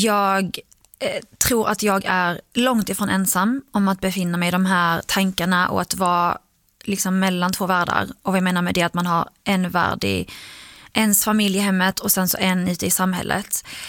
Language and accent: Swedish; Skåne, Sweden; moved away as an adult; also born or lived in Iraq; now in Stockholm, Sweden; Jag känner ju mer att jag är från Skåne. Alltså, Skåne har ju format mig mer än vad Irak har format mig.